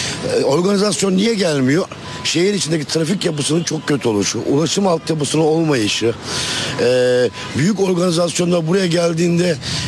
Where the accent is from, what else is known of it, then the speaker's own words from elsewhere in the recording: İzmir, Turkey; Bakın ben bir İzmirli olarak, bir turizmci olarak özellikle otelciler olarak biz bu işe çok memnunuz.